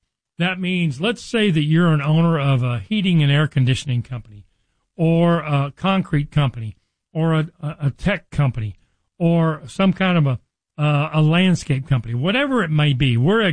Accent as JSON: {"language": "English", "town": "Richardson", "region": "Texas", "country": "United States", "tie": "born or raised there", "also_born_or_lived": "Nebraska", "said": "I grew up in Dallas. I've been here almost my entire life. I was born in Nebraska, but as a very young boy, my mom and dad moved us down from Nebraska to Dallas. I grew up in Richardson, and I've been in Dallas most of my life."}